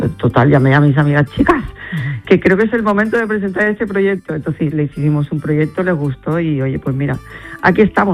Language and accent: Spanish; Conil de la Frontera, Andalusia, Spain; Pues mira, nosotros, a ver, … y yo somos de Conil.